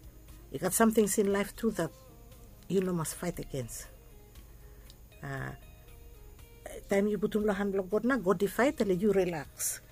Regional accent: Vanuatu; English is a second language; Encourage new students or young students or new Vanuatu people, because I'm from Vanuatu, but I lecture in law

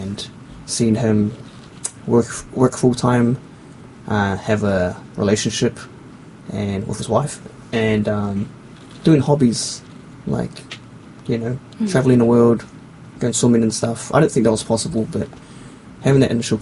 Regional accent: New Zealand; I'm a Paralympian from New Zealand

